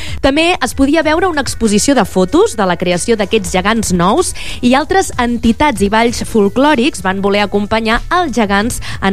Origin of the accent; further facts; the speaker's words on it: Sant Jaume dels Domenys, Catalonia, Spain; que sóc de Sant Jaume dels Domenys de tota la vida